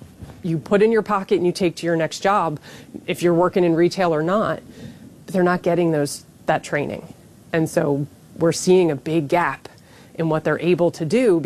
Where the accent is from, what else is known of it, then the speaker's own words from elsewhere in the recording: East Coast, United States; I'm from the East Coast, so they shovel snow, like things like